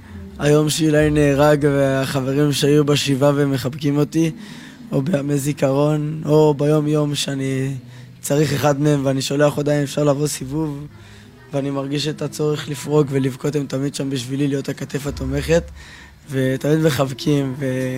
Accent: Ashdod, Southern District, Israel; כיתה י' ב' מאשדוד

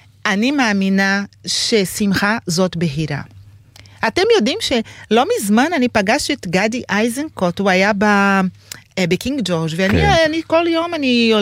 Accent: Brazil; moved away as an adult; now in Israel; ואמא שלי נפטרה בברזיל, ואז אני הרגשתי שאין לי כבר באמת משהו לעשות שם, אז אני עשיתי עלייה, באתי לכאן, לבד, ככה.

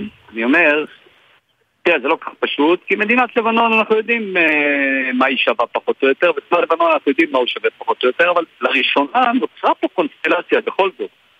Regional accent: Northern District, Israel; אני גדלתי בצפון דרך כלל, אני נולדתי במושב בליעזר וגדלתי והתחנכתי שם.

